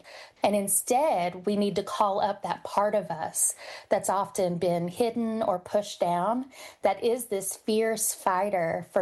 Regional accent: Appalachia, United States; I'm from Central Appalachia, so Eastern Kentucky, West Virginia.

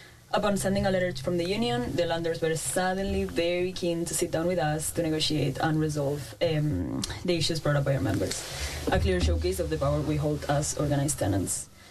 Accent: Barcelona, Catalonia, Spain; I grew up in Barcelona, and this is like a massive song in the left.

